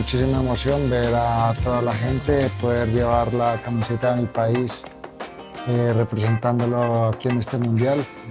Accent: Colombia; así como logramos ganar en las diferentes carreras en el mundo y las mejores carreras en el mundo como colombianos.

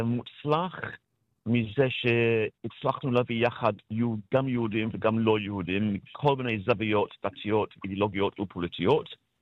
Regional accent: United Kingdom; אני בריטי

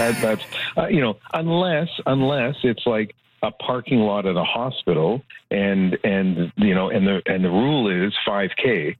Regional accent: Canada; born there; In small town New Brunswick and Nova Scotia, it was, at least when I was growing up, a magical time to have the fair come in.

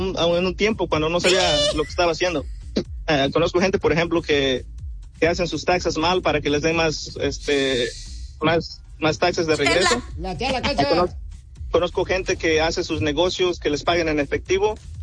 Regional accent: Mexico; now in United States; Soy mexicano, soy ilegal, vine ilegal, ahorita gracias a Dios ya tengo mis papeles

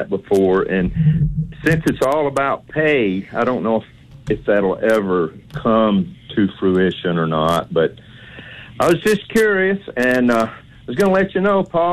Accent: Hackleburg, Alabama, United States; now in Huntsville, United States; I'm originally from Hackleburg, and I know you got kin folks there. I went off, joined the Army, had a career, come back, and settled down in Huntsville

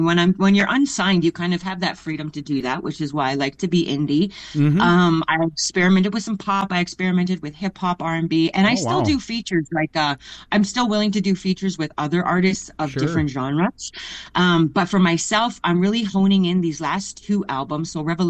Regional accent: Big Stone Cree Nation, Alberta, Canada; born or raised there

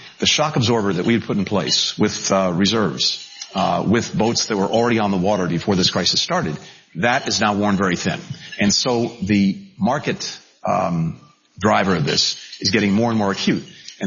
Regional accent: New York City, New York, United States; Always wonderful to be back to my hometown, New York City.

